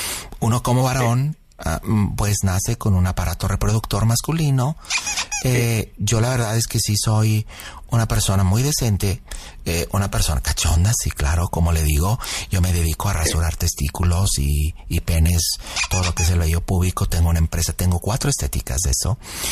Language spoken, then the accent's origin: Spanish; Sonoita, Sonora, Mexico; born there; Mire, yo tengo 26 años y yo nací en Sonoita. Ahí viví hasta los 4.